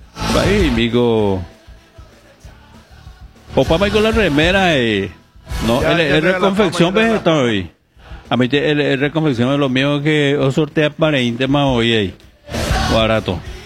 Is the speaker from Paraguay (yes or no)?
yes; Paraguay